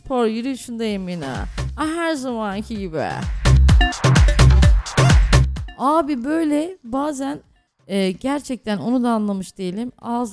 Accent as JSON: {"language": "Turkish", "region": "Düzce", "country": "Turkey", "said": "Biz Düzceliyiz kardeşim. Biz tanımıyor musunuz? Biz Düzceliyiz falan."}